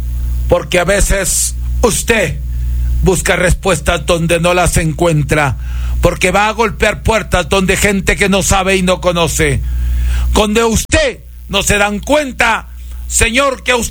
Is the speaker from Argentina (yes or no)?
no; Huancabamba, Piura, Peru; como curador huancabambino del Perú, yo comparto enseñanzas inspiradas en todas las tradiciones de mi tierra natal, allá donde nosotros subíamos un cerro encantado para traer la hierba